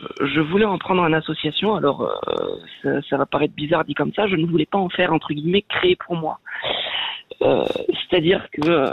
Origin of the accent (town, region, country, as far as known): France